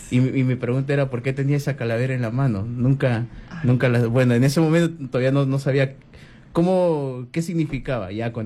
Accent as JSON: {"language": "Spanish", "town": "Trujillo", "region": "La Libertad", "country": "Peru", "moved": "yes", "said": "yo soy de la ciudad de Trujillo"}